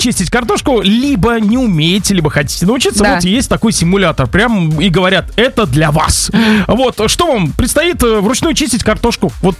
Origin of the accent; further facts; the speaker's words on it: Belarus; Ну, а мы, белорусы